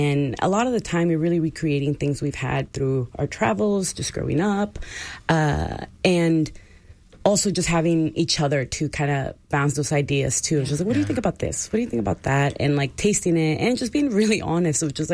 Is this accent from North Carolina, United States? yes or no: no; Houston, Texas, United States; also born or lived in New York City; You know, being born and raised in Houston